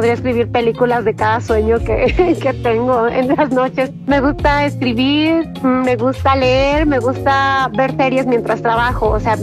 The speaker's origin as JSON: {"language": "Spanish", "town": "Ciudad Sahagún", "region": "Hidalgo", "country": "Mexico", "said": "estudié mercadotecnia en la UAC también. Soy de Ciudad Sahagún, una ciudad mágica, porque es la primera ciudad industrial nacida en México como ciudad industrial."}